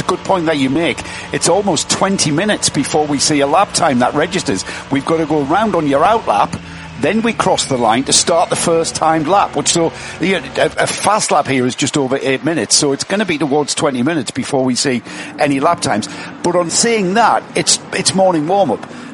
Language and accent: English; England, United Kingdom; Well, I'm English, so it's 3.